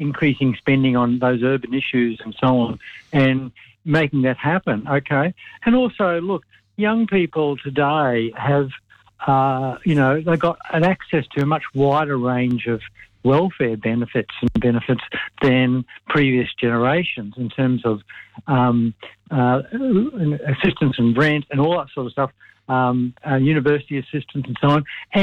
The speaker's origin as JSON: {"language": "English", "town": "Ipswich", "region": "Queensland", "country": "Australia", "tie": "born or raised there", "said": "I come from Ipswich, which is, for those who don't know where Ipswich is, it's a coal mining town 50 kilometres west of Brisbane, okay? Quite an industrial town. But when I lived in Ipswich as a young person, there was no sewage for large parts of Ipswich."}